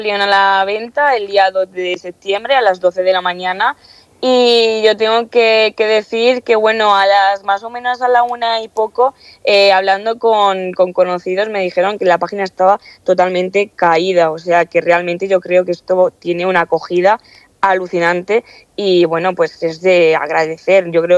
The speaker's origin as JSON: {"language": "Spanish", "region": "Castilla-La Mancha", "country": "Spain", "moved": "as an adult", "lives_now": "Cartagena, Spain", "said": "yo no soy de Cartagena, de hecho yo soy de un pueblito, de un pueblo de Ciudad Real, de Castilla-La Mancha, y para mí fue un cambio bastante drástico. O sea, al final yo cambié la vida de pueblo a una vida de ciudad"}